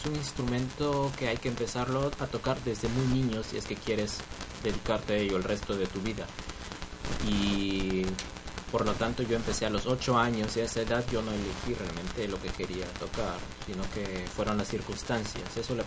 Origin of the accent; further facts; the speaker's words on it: Peru; me fui a regresé a Perú, donde trabajo.